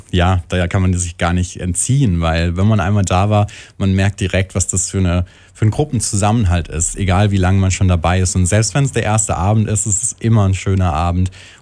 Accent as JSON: {"language": "German", "town": "Aschaffenburg", "region": "Bavaria", "country": "Germany", "said": "wir sind ja auch aus Aschaffenburg"}